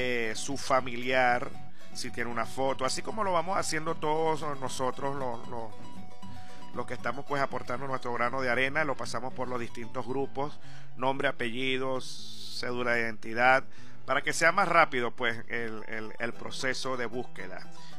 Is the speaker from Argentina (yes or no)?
no; Venezuela